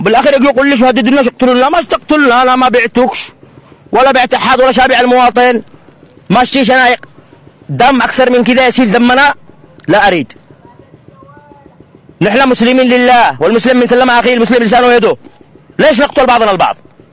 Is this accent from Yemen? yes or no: yes; Taiz, Taiz Governorate, Yemen; نحن ابناء تعز